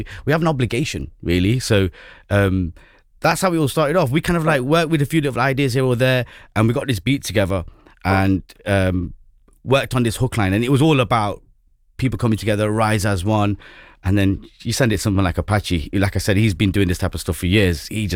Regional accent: United Kingdom; I'm a British Asian rapper

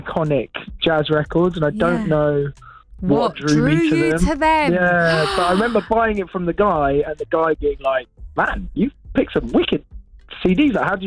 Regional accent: the New Forest, South East England, United Kingdom; I grew up in the New Forest, so there's not really a jazz scene there.

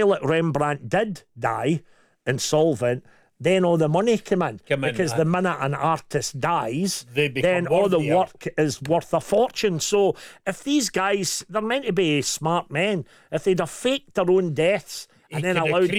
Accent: Glasgow, Scotland, United Kingdom; accent: Glasgow; I can honestly say that listening to you both has helped Jim understand my Glasgow accent.

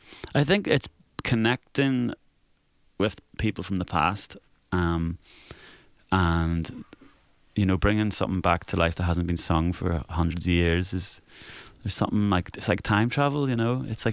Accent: Comber, Northern Ireland, United Kingdom; moved away; because I'm from Cumber originally

